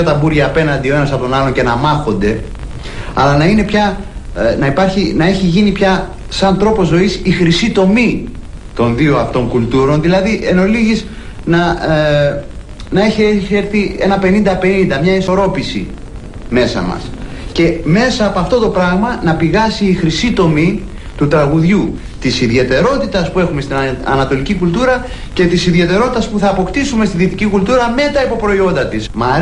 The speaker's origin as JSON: {"language": "Greek", "country": "Greece", "said": "εμάς τους Έλληνες"}